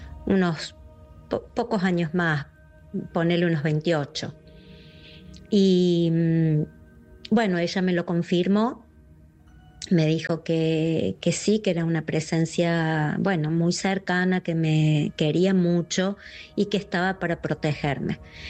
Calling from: Córdoba, Argentina; de Córdoba

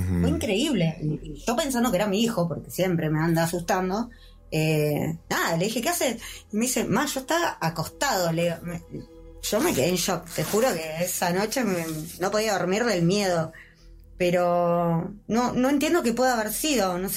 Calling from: San Fernando, Buenos Aires Province, Argentina; De San Fernando.

